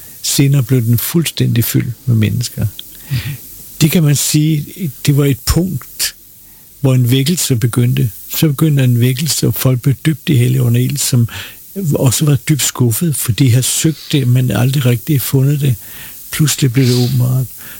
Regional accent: Copenhagen, Capital Region of Denmark, Denmark

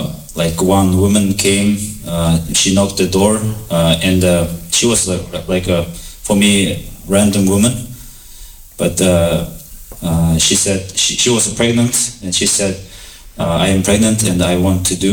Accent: Kazakhstan; English is a second language; So I'm from this country.

